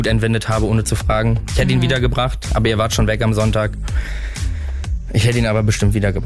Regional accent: Duisburg, North Rhine-Westphalia, Germany; Duisburg, da wo ich herkomme, da ist es, ja.

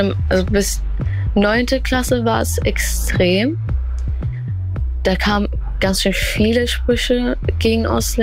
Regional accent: Saxony-Anhalt, Germany; Ja, ist schon meine Heimat irgendwie. Ich bin hier schon aufgewachsen und habe meine Freunde hier.

